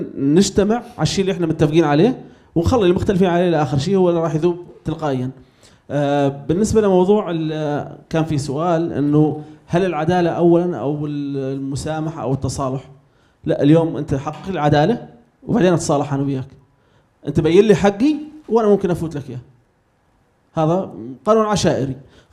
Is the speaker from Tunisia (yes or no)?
no; Syria; أنا بحكي إني سوري من نصيب لباب الهوى ومن اللاذقية لأبو كمال، ما أنا بين طائفة محددة، أنا مسلم وافتخر إني مسلم